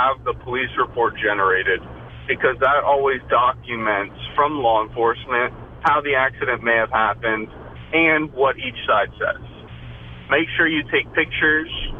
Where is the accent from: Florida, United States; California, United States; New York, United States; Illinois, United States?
Florida, United States; Stuart; I grew up here. I grew up in Stuart, Palm City.